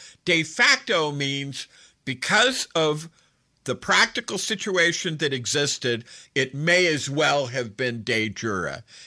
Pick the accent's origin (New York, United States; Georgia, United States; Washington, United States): New York, United States; I'm from the Northeast. I'm from New York. We don't have such backwards types of things there.